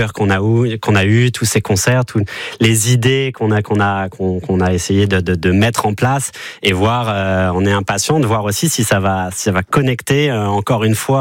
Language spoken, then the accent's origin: French; Orléans, Centre-Val de Loire, France; Moi, j'ai grandi à Orléans